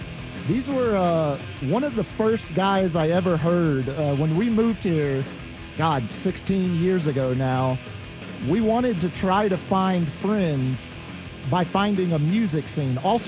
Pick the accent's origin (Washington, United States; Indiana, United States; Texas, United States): Texas, United States; Cleburne; born there; him and I share the same birth city, and that would be Cleburne, Texas. The absolute armpit that is Cleburne, Texas.